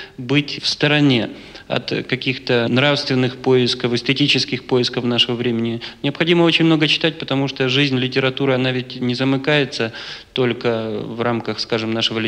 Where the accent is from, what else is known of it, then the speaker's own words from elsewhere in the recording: Zolotonosha, Cherkasy Oblast, Ukraine; moved away as an adult; now in Moscow, Russia; Наш городишко маленький. Я родом из Золотоноша, с Украины